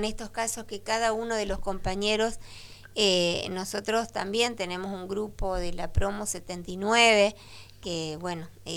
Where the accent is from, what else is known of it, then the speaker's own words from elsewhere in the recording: Argentina; Somos argentinos aquí